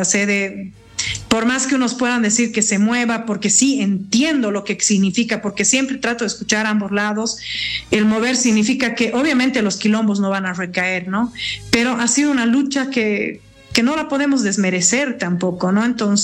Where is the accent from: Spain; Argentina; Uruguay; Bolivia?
Bolivia; La Paz; Y para mí es un orgullo ser paseña, para mí un orgullo es decir, soy de La Paz